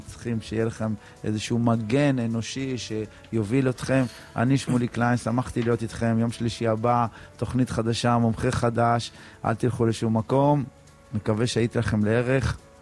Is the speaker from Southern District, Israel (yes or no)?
yes; Beersheba, Southern District, Israel; טוב, אני גם באר שבעי, ואין מה לעשות.